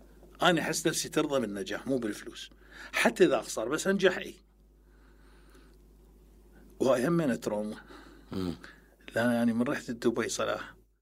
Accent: Iraq; moved away as an adult; now in Dubai, United Arab Emirates; قلت أنا عراقي.

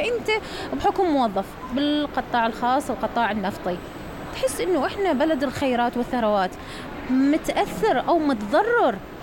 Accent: Iraq

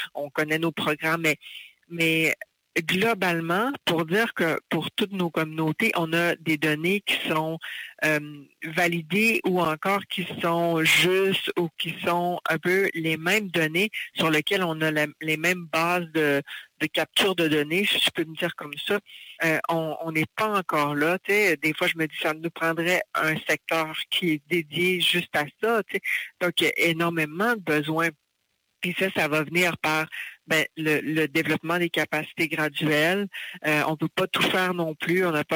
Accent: Mashteuiatsh, Quebec, Canada; Pour moi, je suis Innu de Mastouillat.

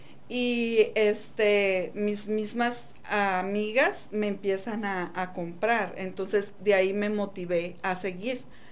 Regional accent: Ciénega Prieta, Chihuahua, Mexico; En la sierra de Chihuahua se llama Ciénega Prieta, el pueblo de donde yo soy.

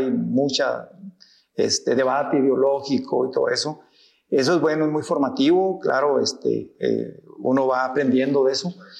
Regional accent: Colonia Oscar Sotomayor, Mexico; estando en la secundaria aquí en Colonia Oscar Sotomayor, en mi pueblo natal

